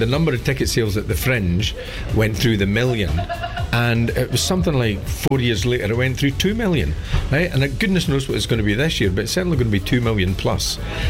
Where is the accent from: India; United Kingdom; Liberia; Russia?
United Kingdom; Scotland; as a Scottish comic